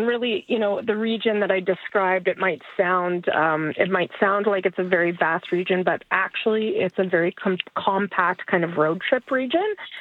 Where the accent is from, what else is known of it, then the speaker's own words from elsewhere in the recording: Alberta, Canada; I grew up in Alberta and spent a lot of time sort of, in the Banff, Jaspers and the more northerly parts of the province.